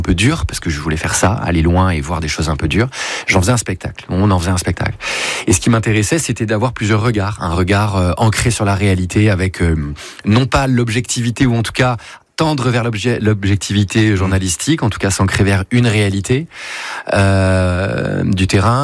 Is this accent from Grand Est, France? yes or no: no; Bordeaux, Nouvelle-Aquitaine, France; Nous, on est de Bordeaux.